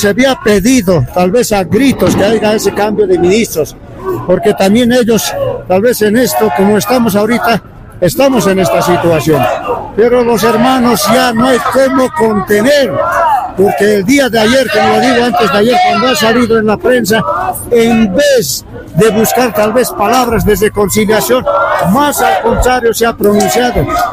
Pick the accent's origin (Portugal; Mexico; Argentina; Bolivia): Bolivia